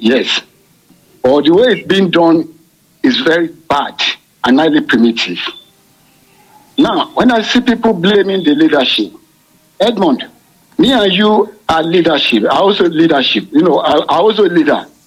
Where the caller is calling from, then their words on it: Ibadan, Oyo, Nigeria; I'm calling from Ibadan.